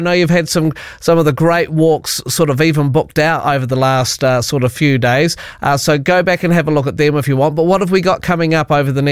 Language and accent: English; Gore, Southland, New Zealand; I'm a Southlander. I grew up in Gort.